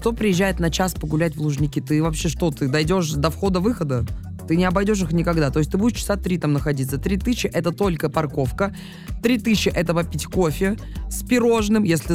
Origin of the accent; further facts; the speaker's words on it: Yaroslavl, Yaroslavl Oblast, Russia; Например, в моем любимом, моем родном городе Ярославль в центре всегда она была бесплатной.